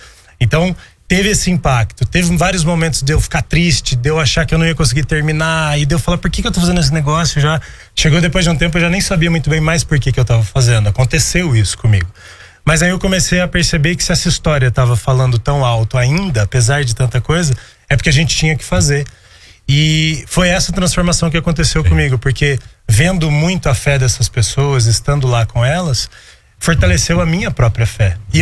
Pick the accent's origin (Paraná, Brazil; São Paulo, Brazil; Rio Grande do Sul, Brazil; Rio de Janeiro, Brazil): São Paulo, Brazil; Campinas; moved away as an adult; Então eu sou paulista, sou de Campinas, então eu não tinha na minha história, primeiro eu não venho de uma família católica